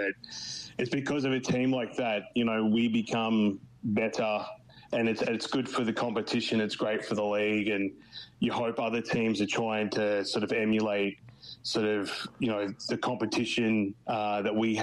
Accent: Melbourne, Victoria, Australia; accent: Australian; And then obviously trips back home, mate, definitely help with that. I was just down in Melbourne for Christmas in January, visiting mum and dad.

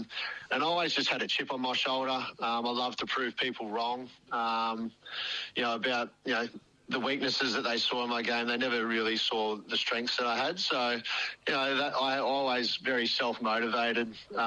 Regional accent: Albury, New South Wales, Australia; Growing up in the country, I grew up in Albury

